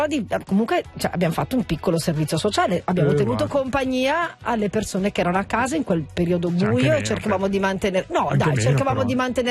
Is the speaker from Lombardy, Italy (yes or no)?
yes; Milan, Lombardy, Italy; Io, ad esempio, da milanese ci sono stata solo qualche anno fa.